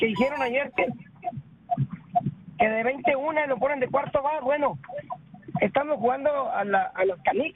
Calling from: Camargo, Chihuahua, Mexico; Porque soy de Camargo.

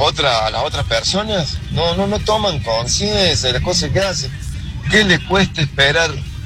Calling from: Córdoba, Argentina; yo vivo en San Vicente.

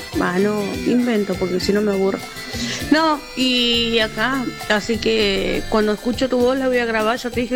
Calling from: Buenos Aires, Argentina

